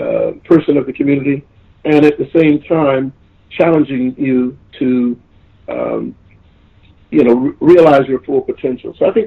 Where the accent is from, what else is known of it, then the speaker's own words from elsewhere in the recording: Pennsylvania, United States; moved away as an adult; also born or lived in Kansas; I'm from Pennsylvania, coming out to Kansas.